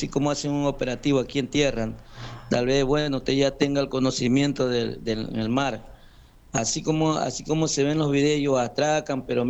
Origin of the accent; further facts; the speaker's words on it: Ecuador; now in Manta, Ecuador; somos 14 millones ecuatorianos